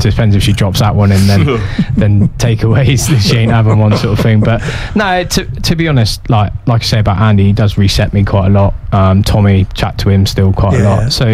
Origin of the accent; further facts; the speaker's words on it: South West England, United Kingdom; I lived in Hammer, I grew up in Hammer.